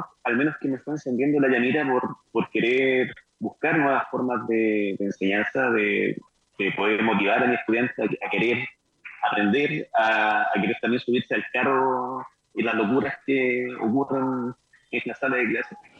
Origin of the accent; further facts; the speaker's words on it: Santiago, Santiago Metropolitan Region, Chile; cuando era pequeño, estudiando acá en Cerro Navia. Yo, además de trabajar en Cerro Navia, soy de acá en Cerro Navia. Hoy en día no vivo acá en Cerro Navia